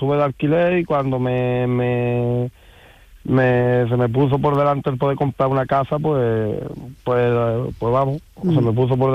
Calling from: Algeciras, Andalusia, Spain; Yo de Algeciras.

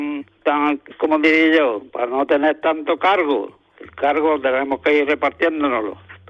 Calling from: Almuñécar, Andalusia, Spain; de Almuñécar, gerente de esta pequeña y grande empresa llamada La Peña del Aguacate.

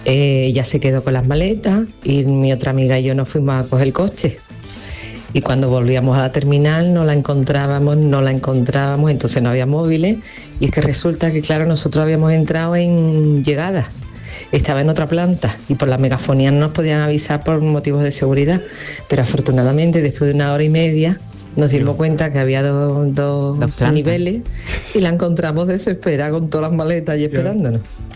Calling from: Cádiz, Andalusia, Spain; de Cádiz.

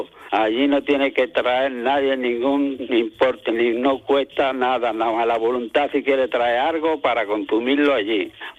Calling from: Almuñécar, Andalusia, Spain; de Almuñécar, de la Peña El Aguacate.

